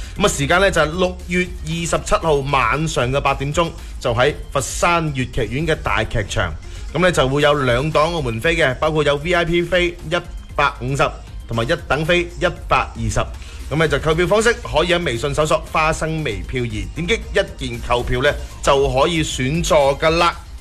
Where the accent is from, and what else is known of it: Guangdong, China